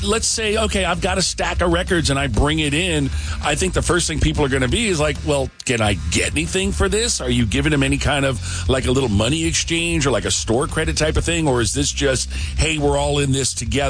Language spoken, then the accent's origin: English; Miami, Florida, United States; my hometown, Miami, Florida